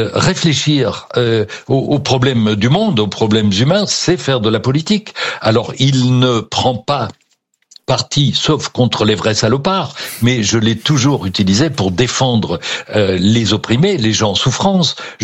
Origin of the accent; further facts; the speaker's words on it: Belgium; Non, alors moi, je peux pas, je suis belge